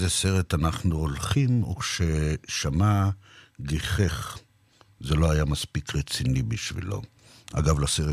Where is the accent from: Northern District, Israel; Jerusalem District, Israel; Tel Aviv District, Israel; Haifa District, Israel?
Tel Aviv District, Israel; Herzliya; נזכרתי בימי ילדותי בהרצליה.